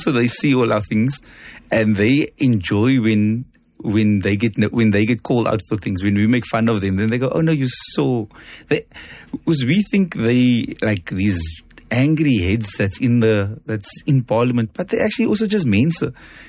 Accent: South Africa

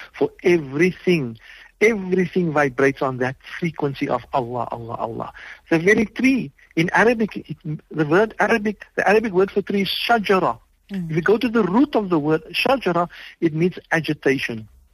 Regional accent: Cape Town, Western Cape, South Africa; I come from a home of simplicity. I come from Athlone, where our parents did what they had to do to make sure we could get our decent education.

